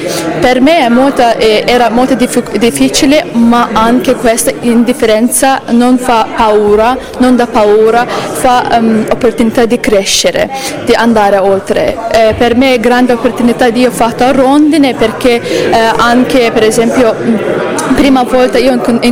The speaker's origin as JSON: {"language": "Italian", "country": "Azerbaijan", "second_language": "Italian", "moved": "as an adult", "lives_now": "Italy", "said": "vengo dall'Azerbaijan e sono studentessa di Warehouse Program di Rondine, Città della Pace, e sto finendo questo programma. Quindi già 2 anni passati io ho passato qua in Italia"}